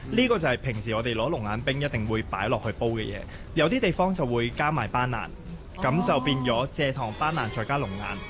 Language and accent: Cantonese; Thailand; now in Hong Kong; 我係泰國人嚟嘅